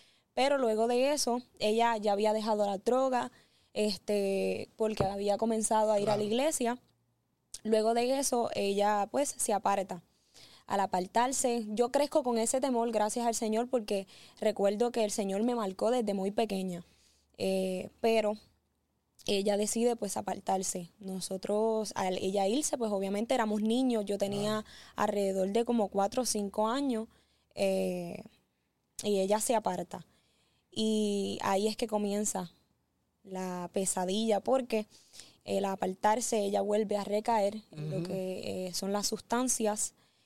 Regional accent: Vega Baja, Puerto Rico; soy nacida, criada en el pueblo de Vega Baja. Toda mi vida he vivido ahí.

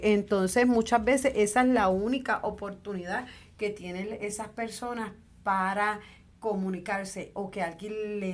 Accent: Puerto Rico; now in United States; por lo menos en Puerto Rico, de donde yo soy.

